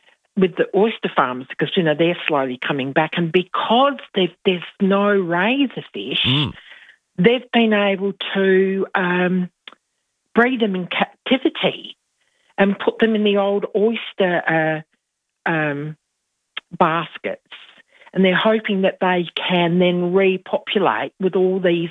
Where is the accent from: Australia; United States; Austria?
Australia; Whyalla, South Australia; And I'm originally from Whyalla, and it's always the third Saturday and Sunday of August that is the Whyalla show.